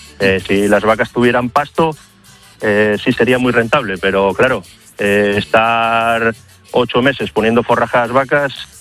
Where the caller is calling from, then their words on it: Las Regueras, Asturias, Spain; En el pueblo de Otero, concejo Las Regueras, aquí en el centro de Asturias.